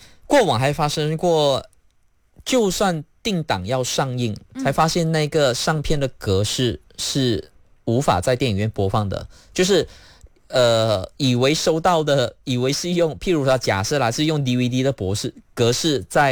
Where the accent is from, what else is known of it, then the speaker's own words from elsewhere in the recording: Malaysia; 我们马来西亚人